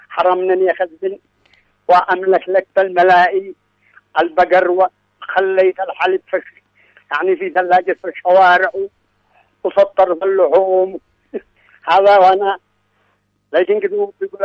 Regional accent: Raydah, Amran, Yemen; born there; من أصل ريدة الأساسيين الأصليين بالشيبة

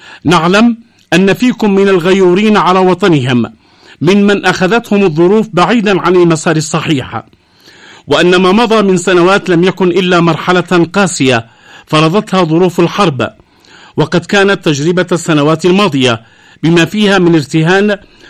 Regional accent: Yemen; إن عودتنا إلى بعضنا وتنازلنا لبعضنا كيمنيين إخوة في الوطن والمصير المشترك

